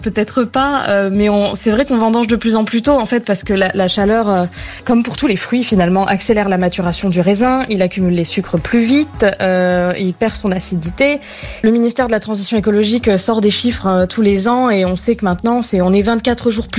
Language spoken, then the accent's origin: French; Bordeaux, Nouvelle-Aquitaine, France; Bordeaux aussi, qui est ma région d'origine.